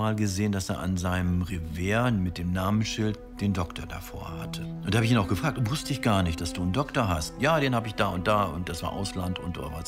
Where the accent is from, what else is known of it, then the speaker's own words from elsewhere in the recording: Lower Saxony, Germany; Bei uns im Emsland zählt noch ein Handschlag und man glaubt sich, man vertraut sich. Und so bin ich auch aufgewachsen.